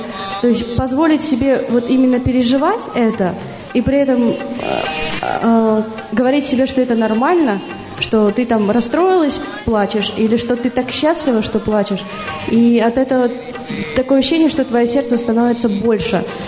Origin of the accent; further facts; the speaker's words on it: Bashkortostan, Russia; я из Башкирии.